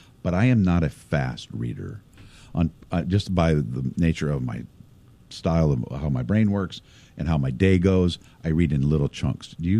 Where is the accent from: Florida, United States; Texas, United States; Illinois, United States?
Illinois, United States; Pekin; I grew up in Pekin